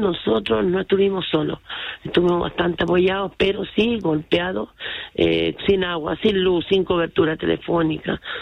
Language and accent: Spanish; Quilitapia, Coquimbo, Chile; born or raised there